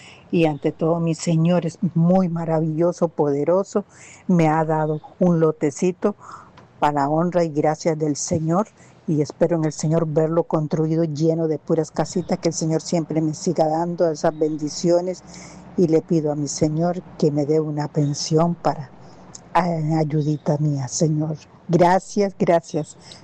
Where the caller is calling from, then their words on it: Guanacaste, Costa Rica; de Guanacaste.